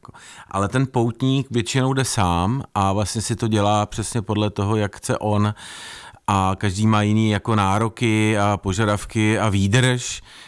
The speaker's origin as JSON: {"language": "Czech", "region": "Ore Mountains", "country": "Czechia", "tie": "born there", "also_born_or_lived": "Prague", "said": "já jsem sice ano narozen v Praze, ale vlastně svoje dětství si pamatuju z Krušných hor, že dědeček tam bydlel a my jsme tam vlastně strávili celý dětství."}